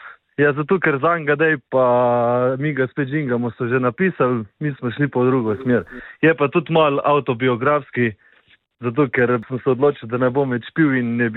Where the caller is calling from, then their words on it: Žiri, Upper Carniola, Slovenia; smo šestčlanska skupina iz Žirovskega konca.